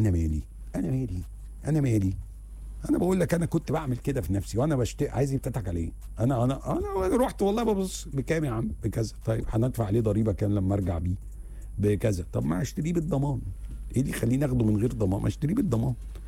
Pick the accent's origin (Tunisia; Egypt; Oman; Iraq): Egypt; وإحنا كمصريين عندنا الثقة دي ما فيهاش تهريج